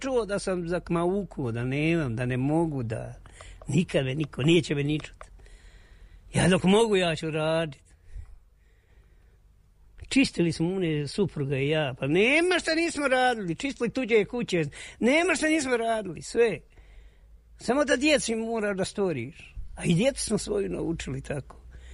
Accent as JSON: {"language": "Bosnian", "town": "Konjic", "region": "Federation of Bosnia and Herzegovina", "country": "Bosnia & Herzegovina", "moved": "as an adult", "lives_now": "Višegrad, Bosnia & Herzegovina", "said": "20.000 je nas izbjeglica došlo u Višegrad. 95. 20.000. U tih 20.000 sad nema petlja stanovnika. I ja sam došao iz Konjica. Iz Hercegovine."}